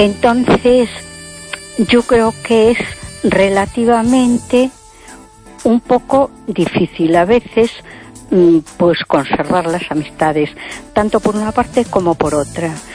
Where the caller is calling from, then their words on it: A Coruña, Galicia, Spain; de Coruña.